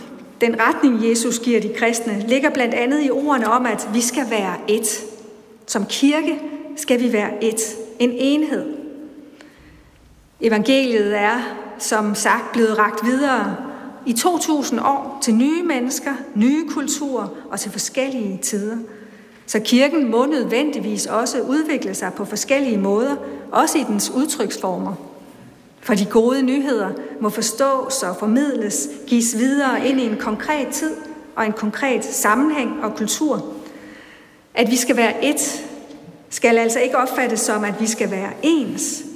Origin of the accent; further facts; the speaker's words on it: Bangladesh; now in Denmark; Om du møder kirken i Bangladesh, hvor jeg er vokset op